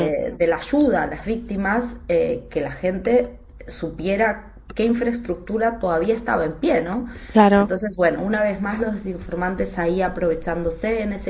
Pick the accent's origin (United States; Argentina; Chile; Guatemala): Argentina; cada vez que pasa algo que efectivamente nos hace como decimos, yo soy argentina, nos revuelve las tripas esas noticias